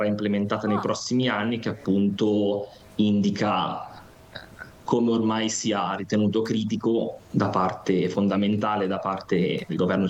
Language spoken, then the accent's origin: Italian; Lombardy, Italy; moved away as an adult; also born or lived in Imperia, Liguria; now in China; io sono di Oneglia, nonostante sia per loro difficile capire, però io dico sempre sono di Imperia, quindi nonostante sia cresciuto in Lombardia, il mio legame con la Liguria rimane sempre fortissimo.